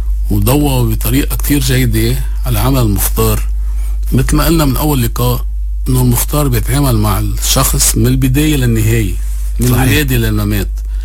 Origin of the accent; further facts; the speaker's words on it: Lebanon; نحن لبنانية، نحن وانا شرف نكون لبنانية.